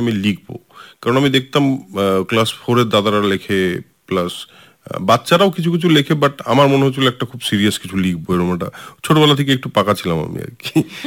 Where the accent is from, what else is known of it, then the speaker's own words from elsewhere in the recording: Siliguri, West Bengal, India; শিলিগুড়িতেই বেড়ে ওঠা, শিলিগুড়িতেই বড় হওয়া